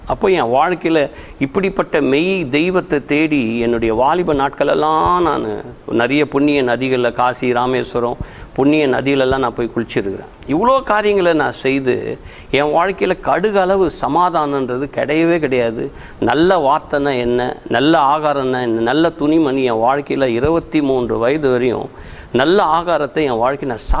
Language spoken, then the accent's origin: Tamil; Chennai, Tamil Nadu, India; born or raised there